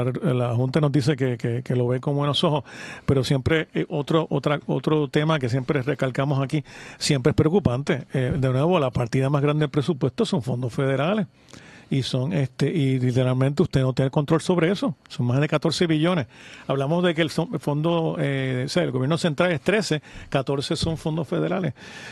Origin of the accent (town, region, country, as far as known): Puerto Rico